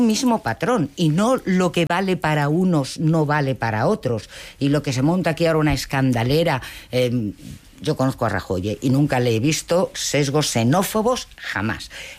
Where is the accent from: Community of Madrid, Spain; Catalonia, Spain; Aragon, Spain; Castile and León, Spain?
Community of Madrid, Spain; now in Granada, Spain; que llevo 2 meses viviendo en Granada y soy madrileña